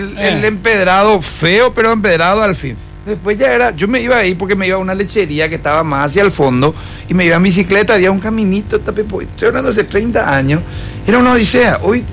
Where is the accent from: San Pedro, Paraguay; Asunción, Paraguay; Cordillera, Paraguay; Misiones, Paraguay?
Asunción, Paraguay; Imagínate si ustedes están en el centro, ¿qué serían nosotros los correanos? Que somos acá de Julio Correa. Centralinos seríamos nosotros.